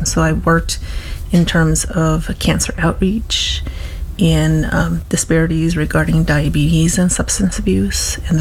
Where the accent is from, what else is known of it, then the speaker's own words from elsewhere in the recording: Winslow, Arizona, United States; also born or lived in California; now in Tucson, United States; I grew up in Winslow, Arizona. I also was part of boarding school era, so I'm a descendant of boarding schools and also attended boarding school and part of the urban relocation program.